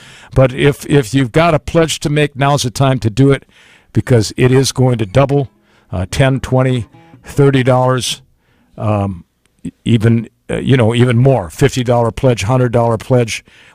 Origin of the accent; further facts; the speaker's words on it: St. Cloud, Minnesota, United States; The town that I was raised in, St. Cloud.